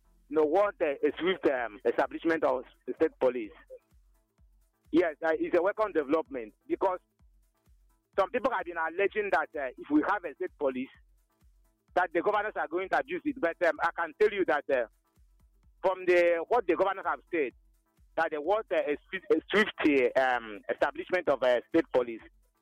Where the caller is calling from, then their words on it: Nkomoro, Ebonyi, Nigeria; I am reporting from Nkomoro in the Ezekon Autonomous Community.